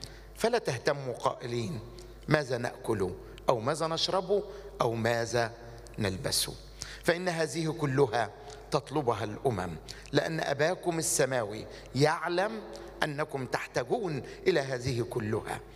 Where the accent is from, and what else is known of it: Egypt